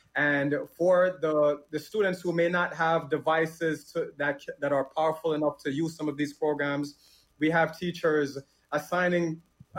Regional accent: Jamaica; moved away; Growing up in Jamaica and you know, when I was a kid

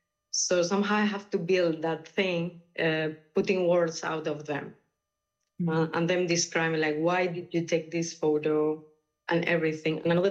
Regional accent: Sudan; it's not that I'm not only from Sudan, so maybe I don't understand or I was not there.

